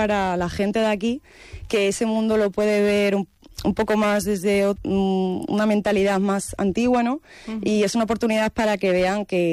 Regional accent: Don Benito, Extremadura, Spain; Yo soy de Don Benito, pero Medellín, Don Benito está al lado prácticamente.

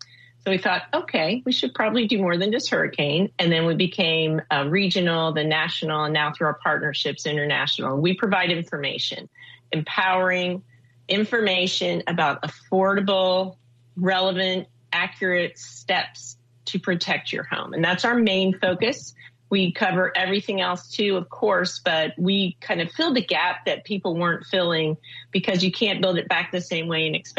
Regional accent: East Coast, United States; Well, I grew up on the East Coast dodging hurricanes and remembering all that. And then after working as a teacher overseas, I came back to the States

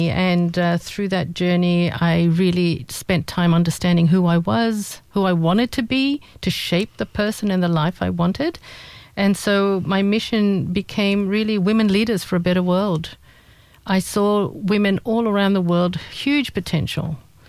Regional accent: Kenya; moved away as an adult; now in Australia; I was born in Kenya, of parents Indian Persian background, and grew up there in a fairly, you know, safe and comfortable place.

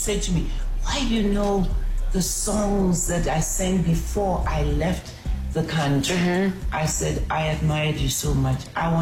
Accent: Soweto, Gauteng, South Africa; also born or lived in Sophiatown, South Africa; was still a young girl in my teens when we moved to Soweto. So I always say I was born in Sophia Town, and I grew up in Soweto.

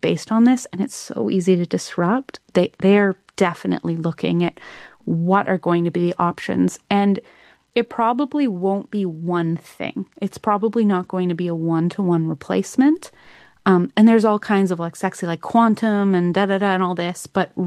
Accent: Canada; I'm Canadian.

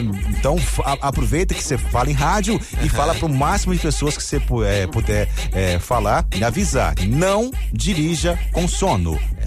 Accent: Minas Gerais, Brazil; Sou mineiro, mas Mutum não conheço.

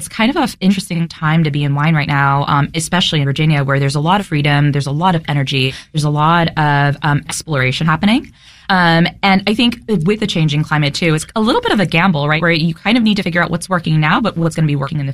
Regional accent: South Korea; So, like, I grew up in Korea, so I grew up around fermentation. So I learned how to make Korean traditional alcohol.

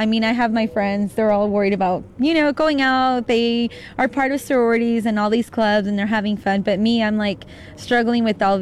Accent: Liberal, Kansas, United States; born or raised there; also born or lived in Juárez, Mexico

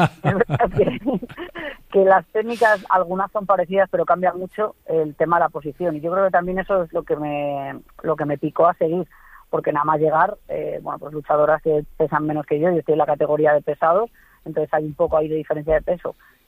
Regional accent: Madrid, Community of Madrid, Spain; yo soy de Madrid

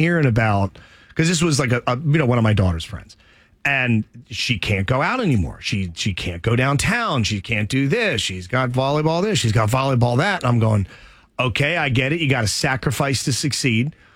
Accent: United States; I'm an American.

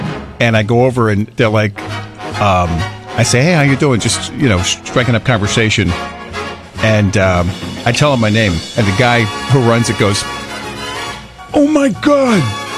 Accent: Coventry, Rhode Island, United States; my hometown, Coventry America 250 Parade, which was fantastic in my hometown, Coventry, Rhode Island. So I was right there on South Main Street. And so I'm at my hometown.

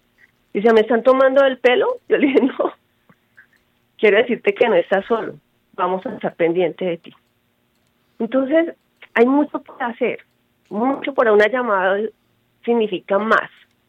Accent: Colombia; lo que somos colombianos, emprendedores, colaboradores

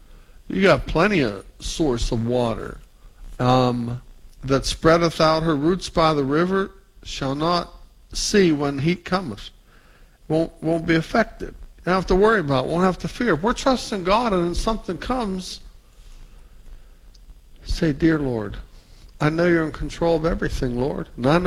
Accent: United States; I'm from the Pittsburgh area in West Virginia.

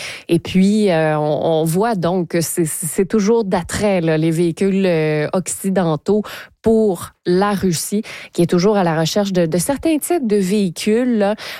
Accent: Canada; ça a fini par attirer chez nous au Canada un réseau sophistiqué de criminels

